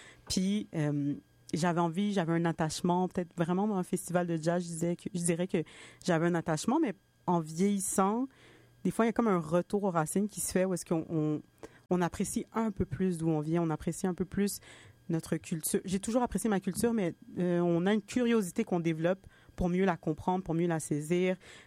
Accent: Montreal, Quebec, Canada; born there; puis moi, je suis née à Montréal. Et je pense que pendant un bon moment, c'était important pour moi parce que j'ai grandi avec des classiques haïtiens

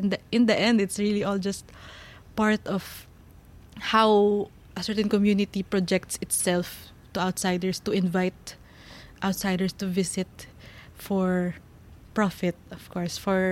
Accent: Manila, Metro Manila, Philippines; I'm from Manila. I grew up in Manila. I was born in Manila.

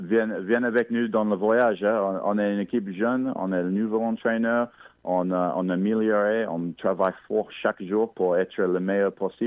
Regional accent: Vancouver, British Columbia, Canada; born there; French is a second language; je suis né au Vancouver

